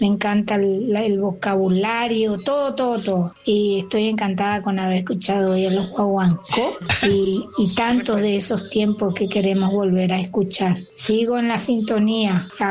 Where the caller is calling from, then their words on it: Formosa, Argentina; de Formosa.